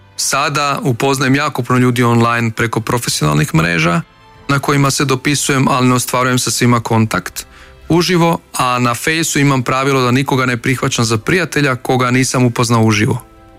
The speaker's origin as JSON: {"language": "Croatian", "town": "Virovitica", "region": "Virovitica-Podravina County", "country": "Croatia", "tie": "born or raised there", "moved": "yes", "said": "prvi put kad idem ponovno u moj rodni kraj"}